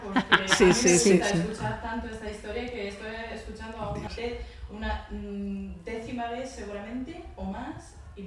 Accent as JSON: {"language": "Spanish", "country": "Montenegro", "second_language": "Spanish", "said": "Vengo de Montenegro, si no me se lo he olvidado."}